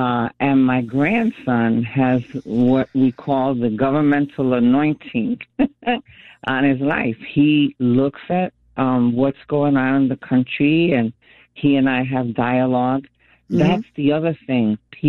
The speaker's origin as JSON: {"language": "English", "town": "Bronx", "region": "New York", "country": "United States", "said": "I'm a Bronx girl, first mm-hmm. of all."}